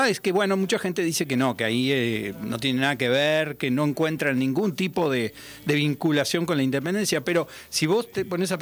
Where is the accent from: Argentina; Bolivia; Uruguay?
Uruguay; Somos uruguayos.